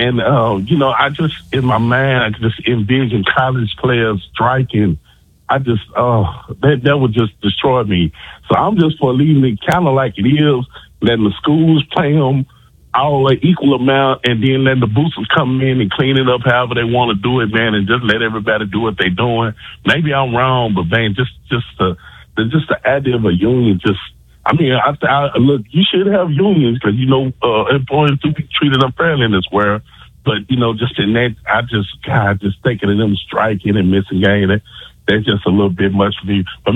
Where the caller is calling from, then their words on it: Tennessee, United States; I'm from the Mid in the North, right above Nashville.